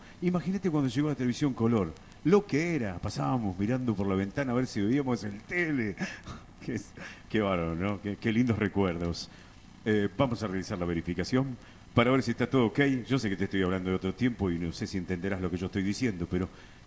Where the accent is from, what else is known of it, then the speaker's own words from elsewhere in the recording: Las Heras, Argentina; Yo era muy pibe en mi pueblo, en Las Heras